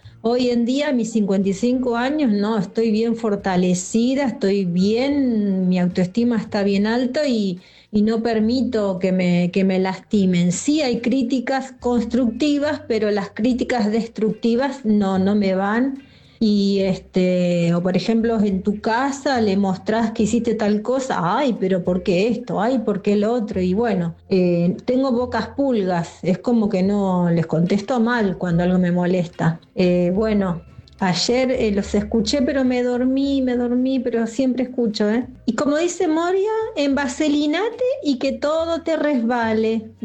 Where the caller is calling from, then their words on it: Zárate, Buenos Aires Province, Argentina; de Zárate.